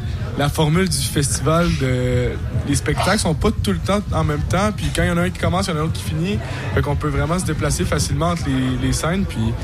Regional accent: Quebec, Canada; parce que de où on vient, du Québec, c'est important la culture

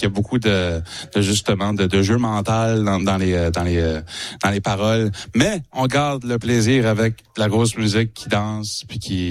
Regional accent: New Brunswick, Canada; accent: Acadian; nous autres, on vient de la baie des Chaleurs. Fait que ça, c'est la grande baie qui est entre nous autres et la Gaspésie, au Nouveau-Brunswick.

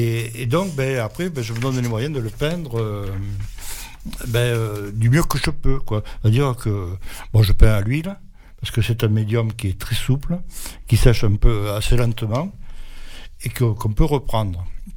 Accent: south of France, France; moved away as an adult; now in Île-de-France, France; moi j'habite en Île-de-France, ça fait 40 ans, 42 ans maintenant, et je suis originaire du Midi.

